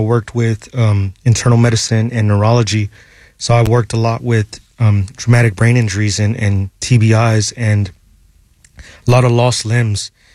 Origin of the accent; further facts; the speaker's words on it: Fort Worth, Texas, United States; moved away as an adult; I grew up in that in the south part of Fort Worth. I grew up in the part where you have to fight to survive.